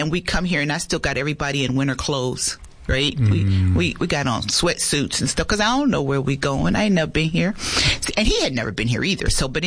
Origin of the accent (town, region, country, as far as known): Philadelphia, Pennsylvania, United States; moved away as an adult; now in Yuma, United States